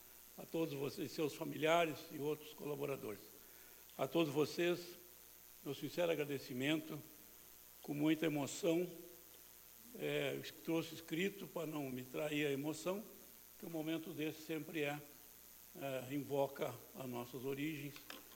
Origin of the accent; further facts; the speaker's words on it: São Sebastião do Caí, Rio Grande do Sul, Brazil; as minhas origens estão aqui, em São Sebastião do Caí.